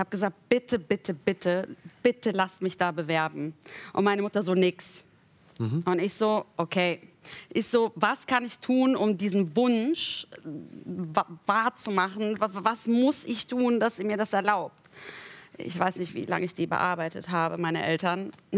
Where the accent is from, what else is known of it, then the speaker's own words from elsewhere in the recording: North Rhine-Westphalia, Germany; Ich bin Mädchen aus dem Dorf. Ich komme aus der Nähe von Aachen.